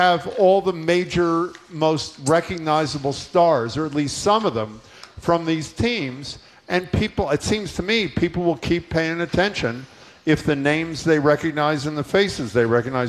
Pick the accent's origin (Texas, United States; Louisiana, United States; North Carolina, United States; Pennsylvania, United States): Pennsylvania, United States; Philadelphia; born there; He's now with my hometown team, the Philadelphia Phillies.